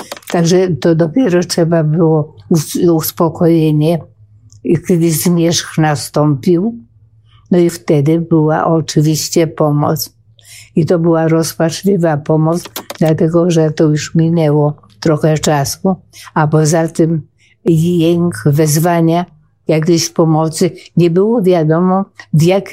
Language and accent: Polish; Warsaw, Masovian Voivodeship, Poland; ja w ogóle mieszkałam, wychowywałam się w Cytadeli od urodzenia, z uwagi na to, że ojciec wojskowy.